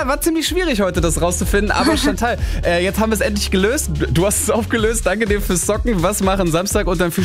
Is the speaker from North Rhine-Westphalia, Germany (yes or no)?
yes; Dortmund, North Rhine-Westphalia, Germany; weil ich komme ja aus Dortmund. Ich habe jetzt so als Stadtkind irgendwie Ruhrpott.